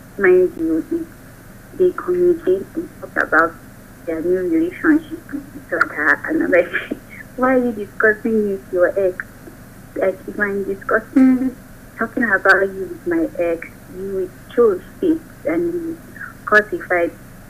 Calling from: Bangalore, Karnataka, India; calling from Bangalore.

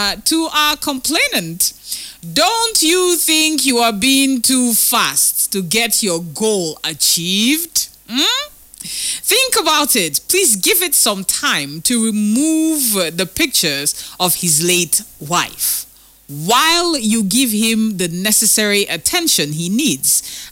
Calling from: Port Harcourt, Rivers, Nigeria; I'm texting from Port Harcourt.

